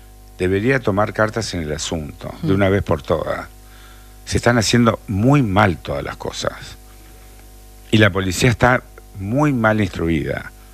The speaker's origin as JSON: {"language": "Spanish", "region": "Córdoba", "country": "Argentina", "tie": "born or raised there", "also_born_or_lived": "Santa Fe", "moved": "yes", "said": "yo viví en Córdoba, yo nací en la provincia de Santa Fe y luego me fui a la ciudad de Córdoba cuando tenía 7 años."}